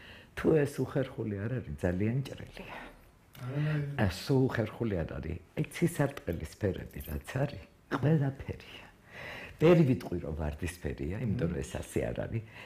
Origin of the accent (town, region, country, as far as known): Tbilisi, Georgia; born there